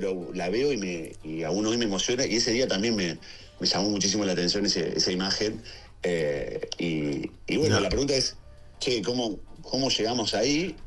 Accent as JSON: {"language": "Spanish", "town": "Rosario", "region": "Santa Fe", "country": "Argentina", "moved": "yes", "lives_now": "Buenos Aires, Argentina", "said": "estoy más rosarino que nunca, ¿no? Estaba viviendo, soy rosarino, pero estaba viviendo afuera, así que volví hace un año, acá ahora estoy en Capital, ¿no? Estoy en Cava."}